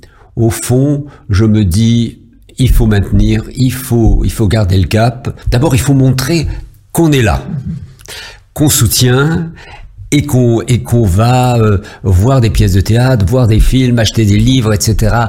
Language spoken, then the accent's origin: French; France; Je suis français depuis toujours, même si mon cœur bat pour Israël et mes racines sont en Algérie. Je suis africain de racines et français de vie.